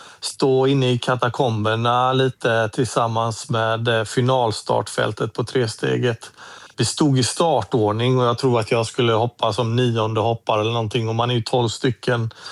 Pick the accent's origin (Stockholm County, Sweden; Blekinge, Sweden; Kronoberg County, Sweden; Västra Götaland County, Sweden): Västra Götaland County, Sweden; Gothenburg; för mig var det ju hemmaplan gånger 2 i och med att jag kommer från Göteborg